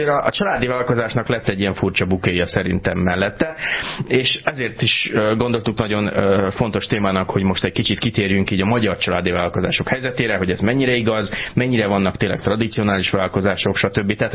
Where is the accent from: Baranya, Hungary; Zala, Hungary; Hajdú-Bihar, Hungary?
Zala, Hungary; Zalaegerszeg; ugye én zalaegerszegi származású vagyok